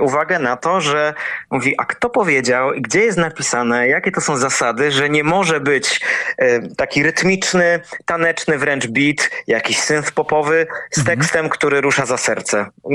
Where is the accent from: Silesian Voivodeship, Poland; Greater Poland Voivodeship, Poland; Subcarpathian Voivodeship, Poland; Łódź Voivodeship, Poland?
Silesian Voivodeship, Poland; Tychy; Tychę. Tak, tak, tak. Moje rodzinne miasto.